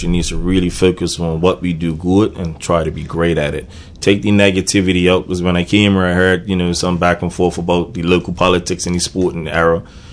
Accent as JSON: {"language": "English", "area": "Somerset", "region": "Sandys", "country": "Bermuda", "tie": "born or raised there", "said": "I'm 100% Somerset."}